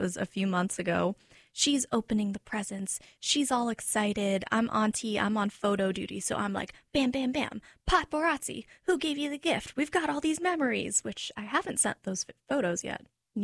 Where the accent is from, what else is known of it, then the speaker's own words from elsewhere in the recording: Florida, United States; I am the anomaly in the family, born and raised in Florida.